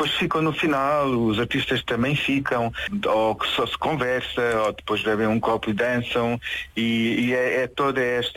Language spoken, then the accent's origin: Portuguese; Covilhã, Centro, Portugal; Não, eu sou ali perto de Ceia, exatamente. Perto de Ceia, sou da zona da Beira Baixa, sou da Covilhã.